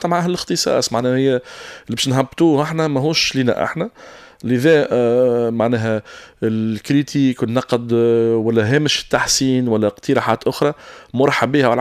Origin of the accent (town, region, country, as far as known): Tunisia